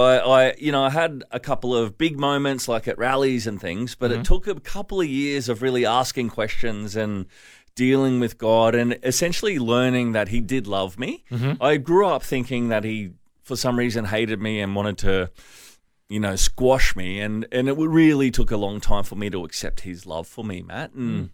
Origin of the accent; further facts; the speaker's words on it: Brisbane, Queensland, Australia; also born or lived in Darwin / Whitsundays / Melbourne; now in Gold Coast, Australia; Yes, I was born in Darwin, so I love the heat. Grew up in Brisbane and, you know, bounced around a little bit, moved to the Whitsundays for a little while and down to Melbourne, mm-hmm. but essentially now just planted on the Gold Coast.